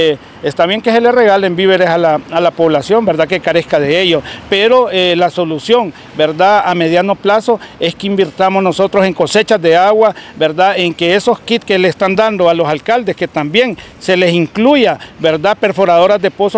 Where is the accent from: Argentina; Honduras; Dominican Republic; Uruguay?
Honduras; ni como hondureños ni como plataforma